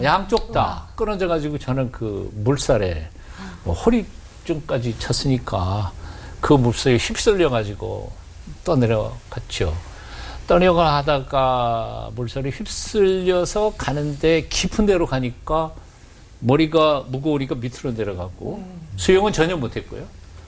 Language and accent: Korean; Chuncheon, Gangwon, South Korea; 지금은 제 고향 춘천이 의암 때문에 막혀가지고 호수가 돼버렸죠.